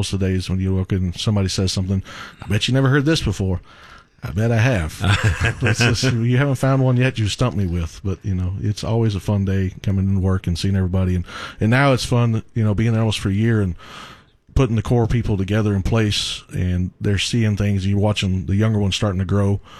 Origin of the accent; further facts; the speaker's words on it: Gordon, Texas, United States; now in near Godley, United States; I grew up in Gordon, which is west of Fort Worth, 60 miles, and it's a small, small town.